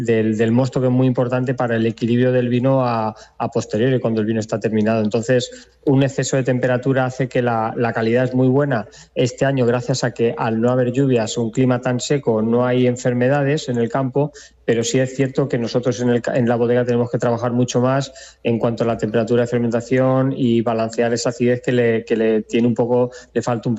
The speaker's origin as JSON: {"language": "Spanish", "town": "Tobarra", "region": "Castilla-La Mancha", "country": "Spain", "moved": "yes", "lives_now": "Tomelloso, Spain", "said": "Yo soy de Albacete, soy de Tobarra, pero estoy viviendo ahora en Tomelloso"}